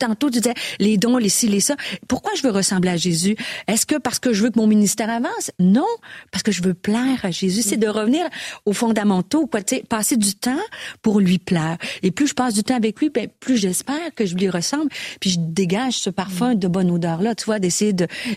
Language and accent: French; Quebec, Canada; accent: Quebec French; Parce que dans mon québécois, ils ne comprendraient pas tout le temps.